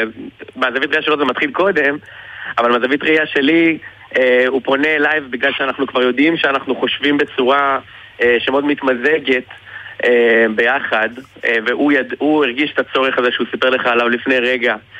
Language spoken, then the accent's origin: Hebrew; Kiryat Gat, Southern District, Israel; אני מקריית גת, בן 30